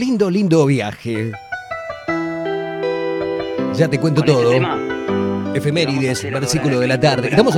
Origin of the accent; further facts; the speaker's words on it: Argentina; Yo, como argentino, me quedo con esto.